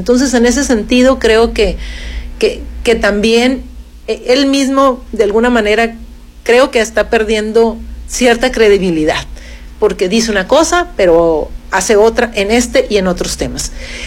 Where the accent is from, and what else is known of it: Mexico